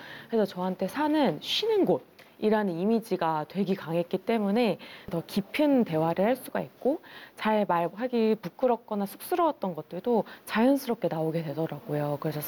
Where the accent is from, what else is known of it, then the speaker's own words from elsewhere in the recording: South Korea; 어렸을 때부터 그 북한산에 살았었거든요. 그래서